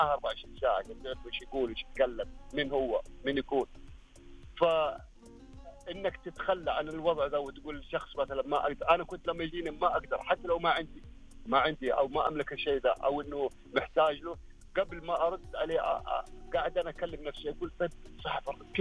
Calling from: Yanbu, Medina Province, Saudi Arabia; انا من ينبع

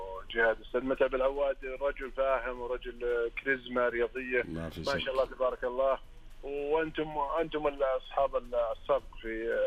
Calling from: Buraydah, Al-Qassim, Saudi Arabia; أنا من القصيم بريد،

